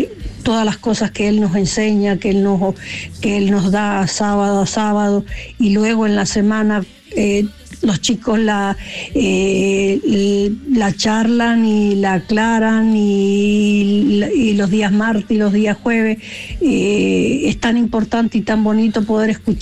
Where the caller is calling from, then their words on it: Colonia Bombal, Mendoza, Argentina; de Colonia Bombal.